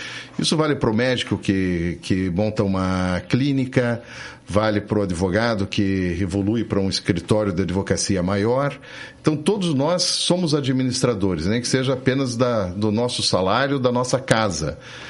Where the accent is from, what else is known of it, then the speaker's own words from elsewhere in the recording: Clevelândia, Paraná, Brazil; Eu sou de Clevelândia, sudoeste do Paraná.